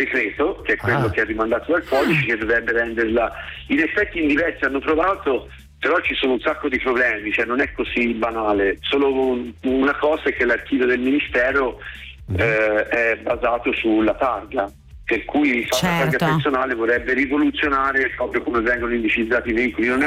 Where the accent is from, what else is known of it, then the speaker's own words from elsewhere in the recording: Tuscany, Italy; sono toscano